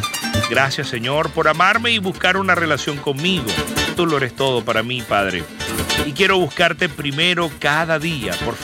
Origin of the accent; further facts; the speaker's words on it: San Carlos, Cojedes, Venezuela; Así se canta en mi tierra, desde acá, desde San Carlos, capital del estado Cojedes, para toda Venezuela y el mundo.